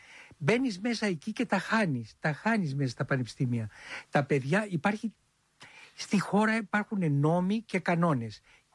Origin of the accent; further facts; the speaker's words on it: Filothei, Attica, Greece; Εγώ γεννήθηκα στη Φιλοθέη.